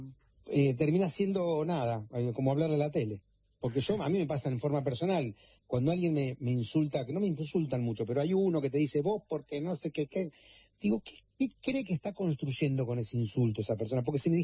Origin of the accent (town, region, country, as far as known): Argentina